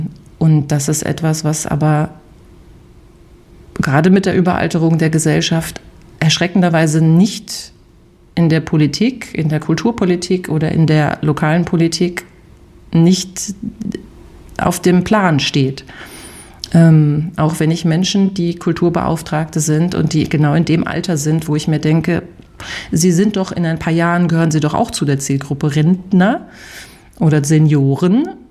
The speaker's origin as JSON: {"language": "German", "town": "Frankenthal", "region": "Rhineland-Palatinate", "country": "Germany", "tie": "born or raised there", "said": "mindestens im Oktober auch noch eine Show haben in Frankenthal in meiner Heimatstadt, wo ich mich sehr drauf freue"}